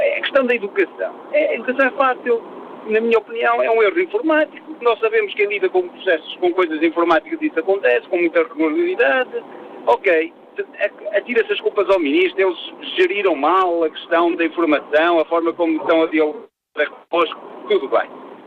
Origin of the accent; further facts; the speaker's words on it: Portugal; Enquanto nós, portugueses, não tivermos essa percepção do que é uma transmissão de Estado, vamos ter sempre muro de lamentações.